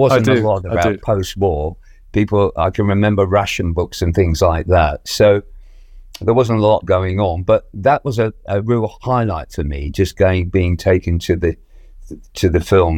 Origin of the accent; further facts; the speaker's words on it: Peterborough, East of England, United Kingdom; born there; I was born in Peterborough because my mother was living in Warren Street at the time